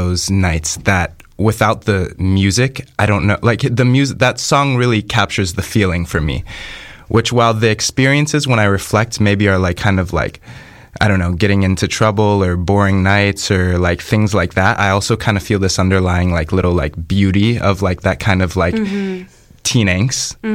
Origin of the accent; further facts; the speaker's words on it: Chicago, Illinois, United States; My partner lives in New York, so I go between the two. But yeah, I'm from Chicago.